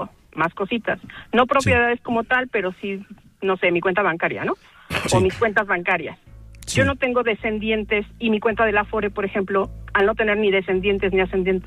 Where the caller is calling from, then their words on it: Mexico City, Mexico; De la CDMX.